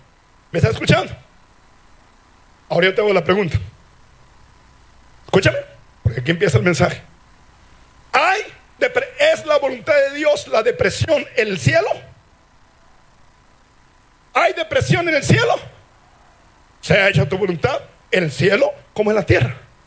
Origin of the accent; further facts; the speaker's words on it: United States; moved away; yo fui criado en Estados Unidos.